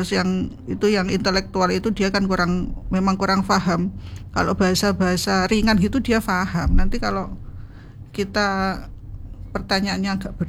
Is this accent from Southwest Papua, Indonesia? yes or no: no; Tulungagung, East Java, Indonesia; now in Surabaya, Indonesia; saya kan asli Tulungagung.